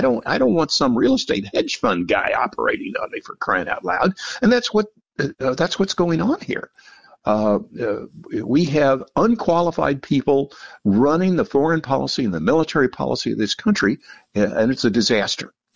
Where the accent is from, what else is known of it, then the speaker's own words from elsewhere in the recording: Illinois, United States; I grew up poor and in Southern Illinois.